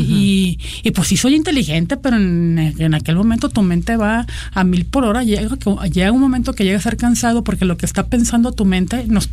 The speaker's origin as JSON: {"language": "Spanish", "town": "Mexicali", "region": "Baja California", "country": "Mexico", "said": "Yo soy de Mexicali y yo no sé cómo lo hicieron mis amigas."}